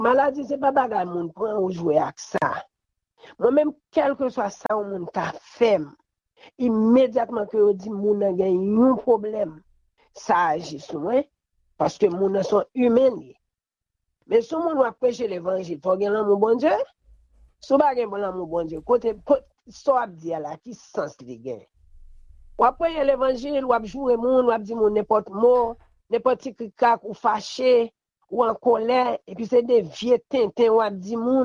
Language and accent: French; Haiti; Donc moi-même, c'est vrai, je voulais nous être ensemble en tant qu'Haïtien